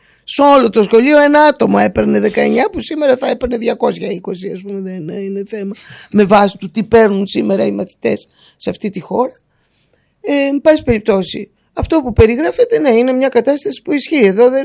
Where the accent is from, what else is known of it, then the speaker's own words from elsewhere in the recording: Greece; Είμαστε Έλληνες, έχει σημασία.